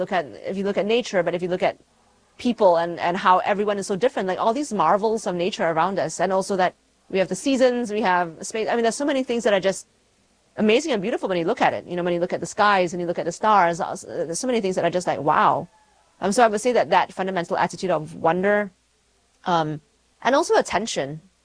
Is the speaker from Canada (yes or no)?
no; Malaysia; now in Houston, United States; So I grew up in Malaysia